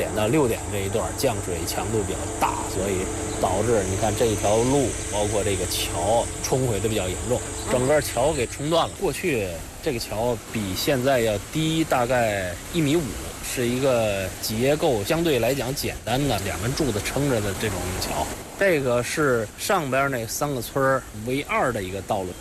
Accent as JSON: {"language": "Chinese", "area": "Pinggu", "region": "Beijing", "country": "China", "tie": "born or raised there", "said": "作为一个土生土长40年的平谷人"}